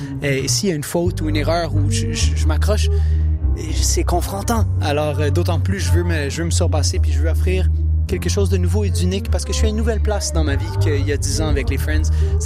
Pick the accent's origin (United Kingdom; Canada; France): Canada; Montreal, Quebec; en direct de Tadoussac. Et moi, je viens de Verdun.